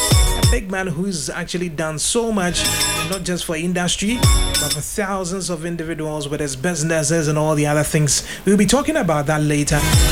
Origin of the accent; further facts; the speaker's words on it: Ghana; It brings people's minds to the fact that, yes, we are coming from Ghana.